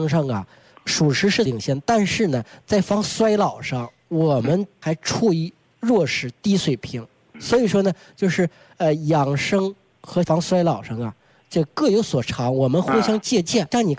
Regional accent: China; 特别是我们中国人

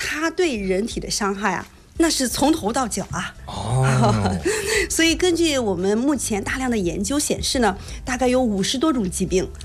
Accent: China

